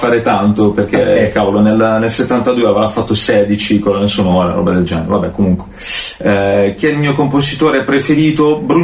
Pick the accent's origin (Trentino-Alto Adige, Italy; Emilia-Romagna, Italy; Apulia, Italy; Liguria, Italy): Apulia, Italy; Gravina in Puglia; Io sono pugliese, quindi originario di Gravina in Puglia, provincia di Bari, ed ero piccolo, insomma, giù